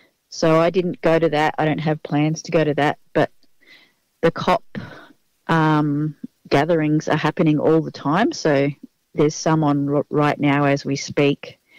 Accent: Australia; because I'm a born traveler, like I grew up traveling all around Australia

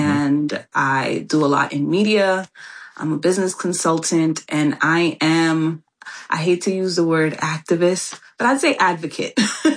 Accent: Bronx, New York, United States; Ooh, well, I am from the Bronx, New York, still living here.

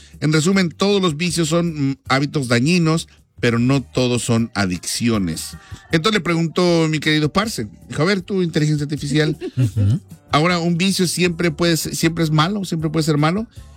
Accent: Mexico

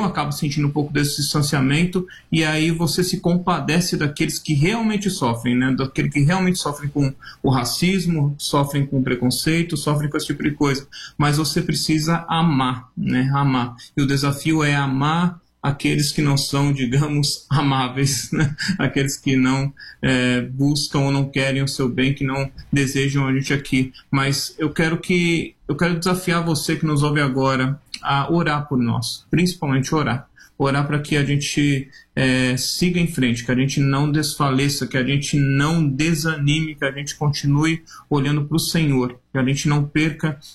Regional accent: Brazil; pela minha, né, minha formação, minha fisionomia, as pessoas muitos acham que eu sou de outro país que não o Brasil, sou marroquino, sou árabe e tudo.

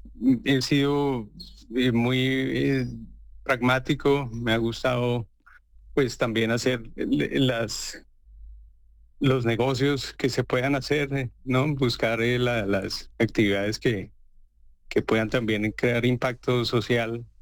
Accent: Colombia; moved away as an adult; now in Thailand; la con la que yo crecí en Colombia, ¿no?

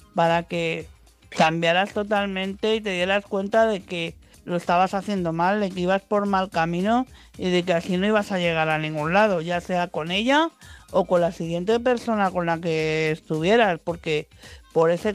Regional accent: Madrid, Community of Madrid, Spain

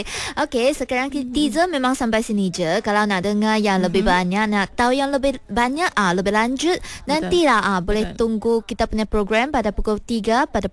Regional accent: Kedah, Malaysia; Ya, sebab saya orang Kedah, jadi nanti saya pun akan mungkin bagi tahu sikitlah slang-slang dalam bahasa Melayu yang guna di Kedah juga kepada DJ Wafa.

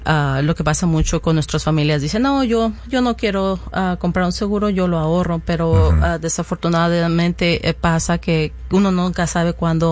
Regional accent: Mexico; Mi mamá, yo soy de México, mi mamá es de Michoacán.

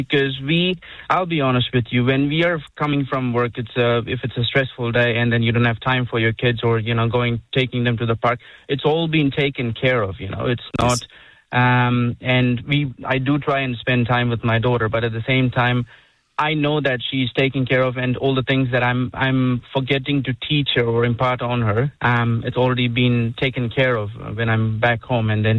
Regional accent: Dubai, United Arab Emirates; moved away as an adult; now in New Zealand; I'm from South India, but born and raised 3 generations in the Middle East, Dubai.

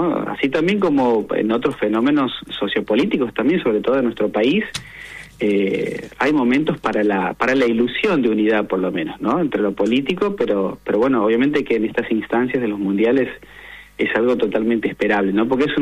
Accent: Argentina

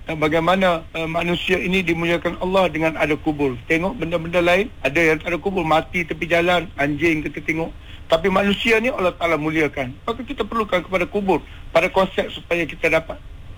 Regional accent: Kelantan, Malaysia; now in Kuala Lumpur, Malaysia; saya orang Kelantan

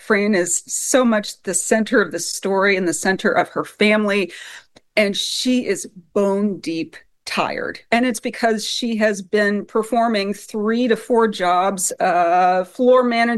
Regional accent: Kentucky, United States; a lot of the families that I knew when I was growing up in Kentucky

